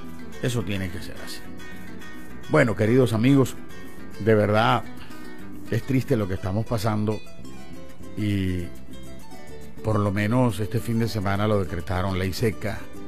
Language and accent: Spanish; Venezuela; así somos los venezolanos